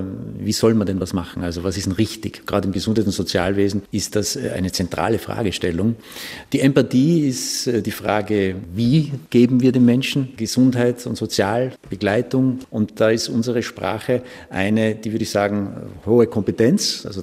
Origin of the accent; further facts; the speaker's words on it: Tyrol, Austria; now in Vienna, Austria; ich bin in Tirol aufgewachsen und bin da schon sehr christlich sozialisiert worden, weil es einfach Teil unseres Dorflebens war. Ja. Ich bin da in einem kleinen Ort im Ötztal aufgewachsen.